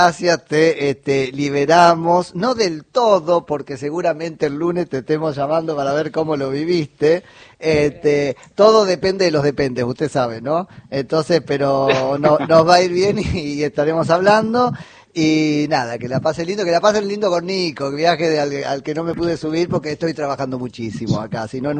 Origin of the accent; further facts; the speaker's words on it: Argentina; Recordaste que somos argentinos.